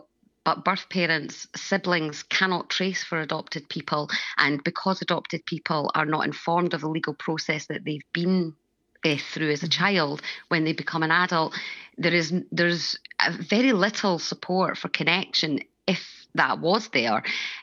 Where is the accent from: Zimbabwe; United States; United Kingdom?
United Kingdom; England; born there; I was born and adopted in England to Scottish parents.